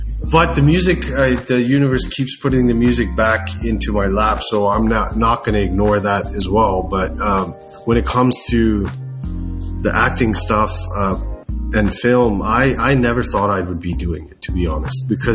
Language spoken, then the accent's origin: English; England, United Kingdom; born there; I was born in England